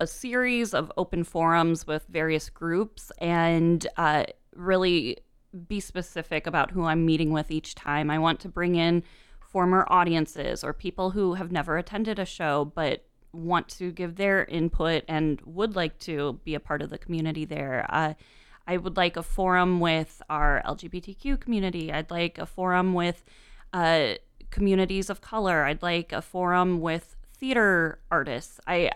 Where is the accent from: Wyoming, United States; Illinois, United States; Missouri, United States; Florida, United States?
Illinois, United States; Sterling; also born or lived in Peoria; I grew up in Sterling, Illinois. I was born in Peoria, but that was it. Then I went back to Sterling.